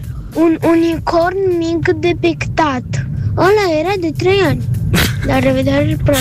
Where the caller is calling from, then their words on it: Bucharest, Romania; din București, am 8 ani.